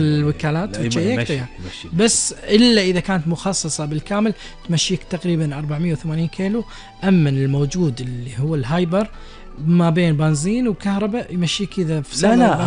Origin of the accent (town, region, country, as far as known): Kuwait